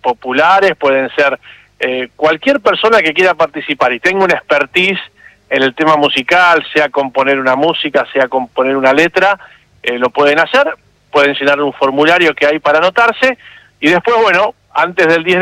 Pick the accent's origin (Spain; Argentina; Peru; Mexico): Argentina; que nos identifique como pueblo, como iglesia, como argentinos